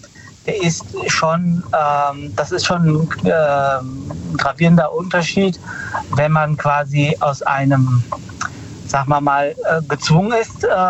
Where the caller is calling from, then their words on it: Frankfurt, Hesse, Germany; Ich komme aus Frankfurt.